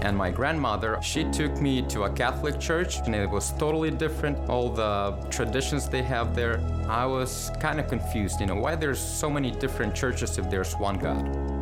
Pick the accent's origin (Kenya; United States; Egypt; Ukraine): Ukraine; I'm originally from Ukraine. My parents had the idea just to follow the tradition, you know. Our parents were Catholics, we're gonna also be Catholics.